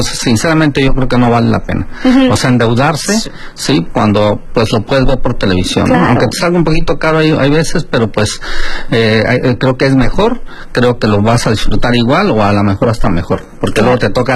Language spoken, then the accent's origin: Spanish; Mexico; en México estamos bien.